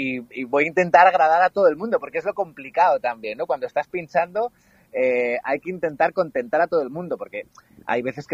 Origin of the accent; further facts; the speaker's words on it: Vitoria, Basque Country, Spain; born there; sí que nací en Vitoria un poco de rebote porque mi padre estaba destinado allí trabajando en la radio.